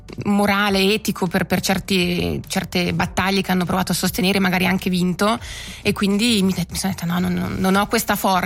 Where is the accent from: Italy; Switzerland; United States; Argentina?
Switzerland; Colombera, Ticino; Sì, nata e cresciuta in Colombera, sì. Esatto. Quindi per me è da sempre casa.